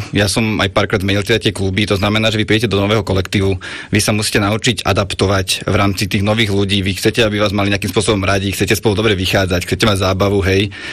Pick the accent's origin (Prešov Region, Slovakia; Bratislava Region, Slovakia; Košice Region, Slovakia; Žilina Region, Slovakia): Bratislava Region, Slovakia; Bratislava; moved away as an adult; pochádzam z Bratislavy. Konkrétne teda z Lamača, kde som aj vyrastal, pri futbalovom ihrisku